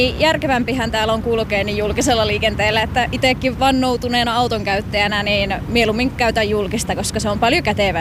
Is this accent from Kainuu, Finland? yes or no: yes; Kajaani, Kainuu, Finland; moved away as an adult; now in Helsinki, Finland; Kajaanista kotosi.